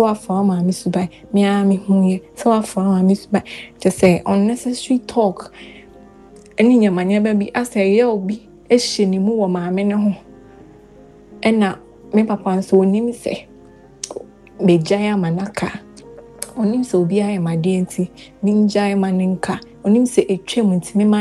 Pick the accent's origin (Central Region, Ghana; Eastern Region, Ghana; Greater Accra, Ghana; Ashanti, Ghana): Ashanti, Ghana; Kumasi; I grew up with my grandmother in Kumasi due to a misunderstanding between my father and my mother.